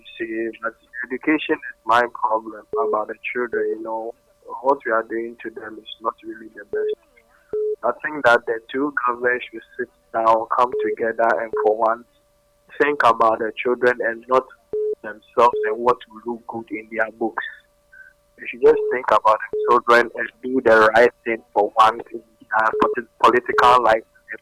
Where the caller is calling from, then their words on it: Greater Accra, Ghana; So this is … I'm from Ablekuma.